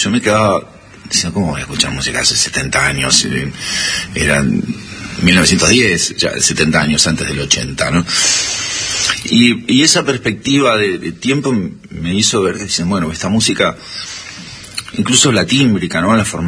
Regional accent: Buenos Aires Province, Argentina; Yo soy bonaerense.

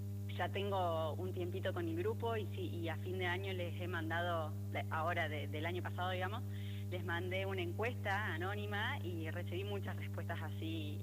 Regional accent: Ushuaia, Tierra del Fuego, Argentina; moved away; nací, viví muchos años en Ushuaia.

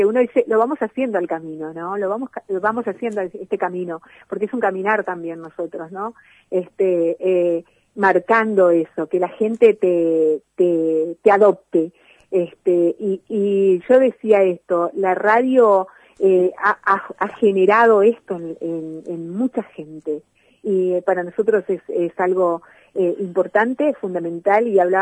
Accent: Pozo del Mortero, Formosa, Argentina; also born or lived in Las Lomitas; fui criada en un pueblo, soy de Las Lomitas, pero fui criada en un pueblo a unos kilómetros de Las Lomitas, que es Pozo del Mortero

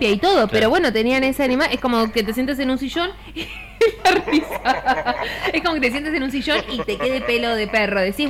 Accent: Río Gallegos, Santa Cruz, Argentina; Por eso también, chicos, yo soy nacida y criada acá en Río Gallegos.

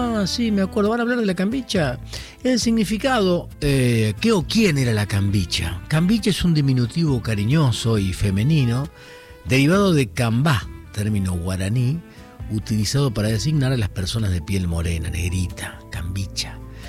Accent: Argentina

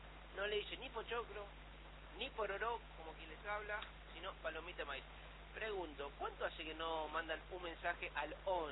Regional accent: Santa Fe, Argentina; Es más, yo soy santafesino, casi cordobés, casi santiagueño y siento cosas por Mendoza.

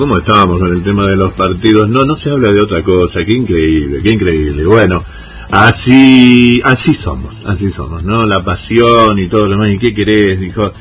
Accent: Argentina; Así somos medio panquecones los argentinos.

